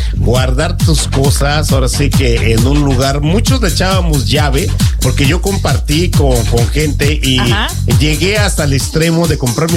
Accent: Mexico; De cajón allá en México de donde soy yo.

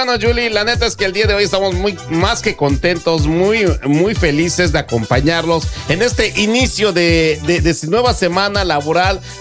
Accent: Mexico; Nosotros como mexicanos el día de mañana vamos a estar dando el grito

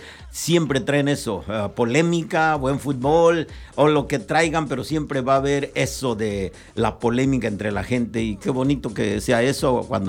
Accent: Huajuapan de León, Oaxaca, Mexico; desde que estaba en la escuela primaria allá en mi Guajuapan de León, de donde soy originario, de ahí de las cercanías de la ciudad

